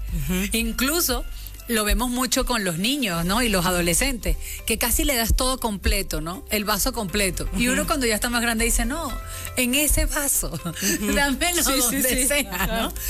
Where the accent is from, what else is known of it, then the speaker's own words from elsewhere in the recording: Venezuela; moved away; yo soy inmigrante. Uh-huh. Una cosa es una crisis que yo viví en Venezuela como venezolana a una edad.